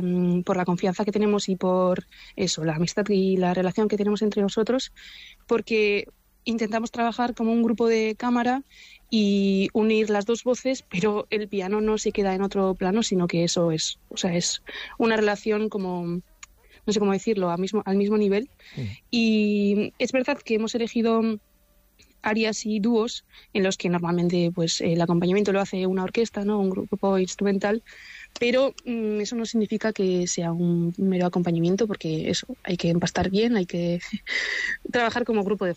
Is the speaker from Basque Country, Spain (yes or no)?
yes; Basque Country, Spain; los tres somos vascos y Odi y yo somos de Guipúzcoa, entonces tocar en Donostia es un placer y en el Palacio Miramar más.